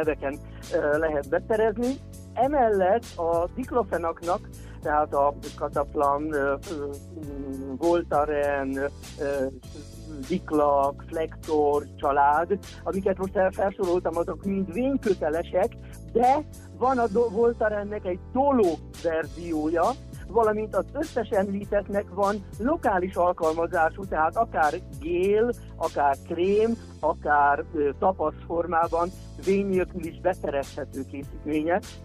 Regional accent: Hungary; illetve hát magyarok vagyunk

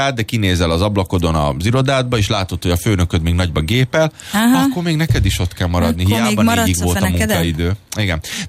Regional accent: Hungary; én magyar vagyok, mondom, én vagyok a konferencié.

